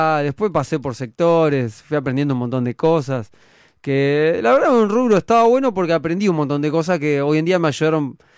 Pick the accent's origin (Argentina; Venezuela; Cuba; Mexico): Argentina; Florencio Varela, Buenos Aires Province; somos de Florencio Varela.